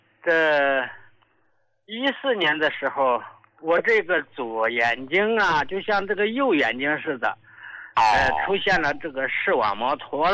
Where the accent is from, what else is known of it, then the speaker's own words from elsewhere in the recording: Northeast China, China; now in Xiamen, China; 哎，你看我老家呢是东北的，由于这个工作的原因，后来呢来到了这个厦门定居了。